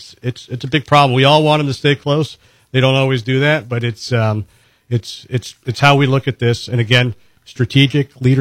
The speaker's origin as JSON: {"language": "English", "town": "Titusville", "region": "Florida", "country": "United States", "tie": "born or raised there", "said": "I'm born and raised here in Florida, right? I was born in Titusville, Florida."}